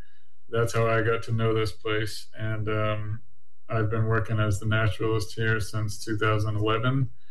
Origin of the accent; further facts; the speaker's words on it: Massachusetts, United States; moved away as an adult; I grew up in Massachusetts, was always fascinated by wildlife, and I started working in Alaska in 2003